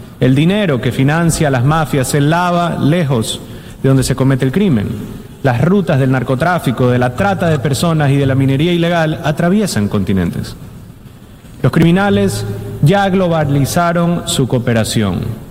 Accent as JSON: {"language": "Spanish", "country": "Ecuador"}